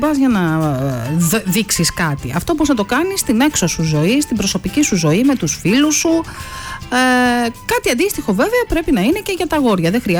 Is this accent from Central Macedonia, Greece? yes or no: no; Athens, Attica, Greece; και εγώ που μεγάλωσα στην Αθήνα, αλλά οι γονείς μου είναι από επαρχία